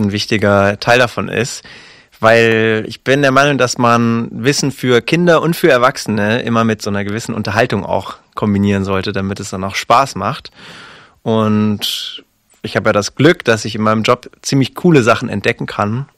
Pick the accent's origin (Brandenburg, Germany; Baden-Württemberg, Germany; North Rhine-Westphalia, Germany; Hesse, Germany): Baden-Württemberg, Germany; Stuttgart; Ich komme ja aus Stuttgart.